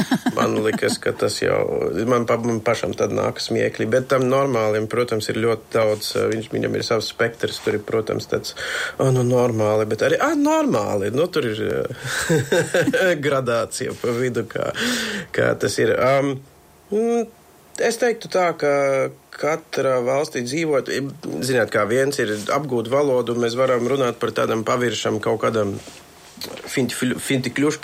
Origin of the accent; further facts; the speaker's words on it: Bulgaria; Latvian is a second language; also born or lived in Germany; now in Latvia; esmu pārsvara bērnību pavadījis Bulgārijā